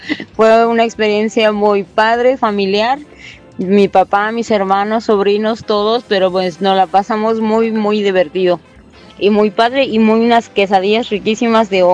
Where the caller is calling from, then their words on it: Cuernavaca, Morelos, Mexico; nosotros somos de Tetela del Monte